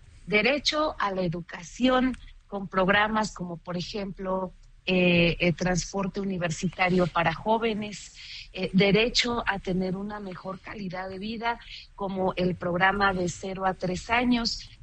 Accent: Mexico City, Mexico

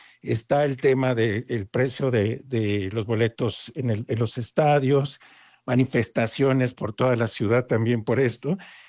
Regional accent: Mexico

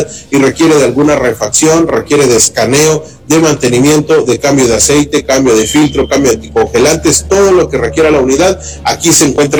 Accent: Mexico; nosotros como mexicanos

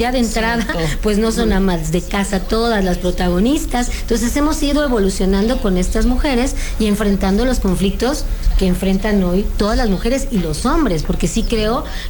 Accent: Campeche, Mexico; porque aparte yo soy de Campeche y no era de Ciudad de México, entonces no conocía mucho.

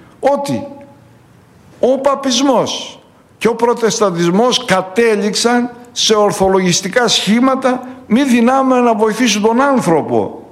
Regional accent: Greece; είμαι Έλλην.

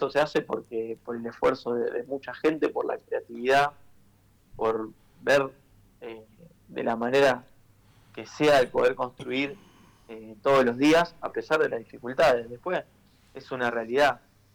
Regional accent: Pavón Arriba, Santa Fe, Argentina; Soy de Pavón Arriba, un pueblo que queda a 40 kilómetros de Rosario.

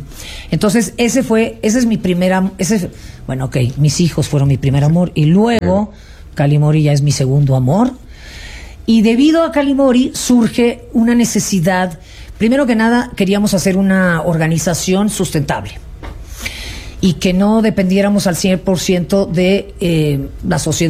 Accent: Mexico City, Mexico; born there; also born or lived in Spain / Panama; Mi familia es cubana, sí. Yo nací aquí en este...

